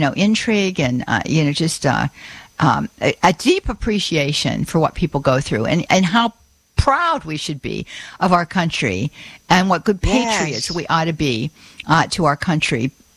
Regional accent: Pennsylvania, United States; I born and raised in that general area. I wasn't born and raised in Braddock, but went to school there.

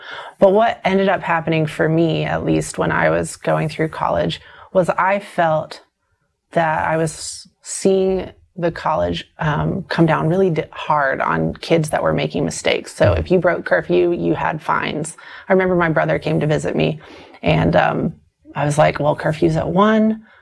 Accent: the South, United States; born or raised there

